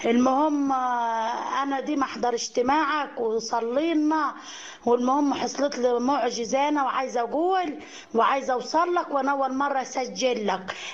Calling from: Mir, Asyut Governorate, Egypt; انا بنتك من اسيوط القصيه، محافظة أسيوط القصية، قرية مير، مير اللي يم الدير المحرك اللي يم العدرة بعديها

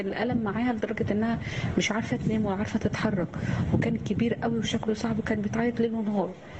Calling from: Cairo, Cairo Governorate, Egypt; أنا بنتك من القاهرة،

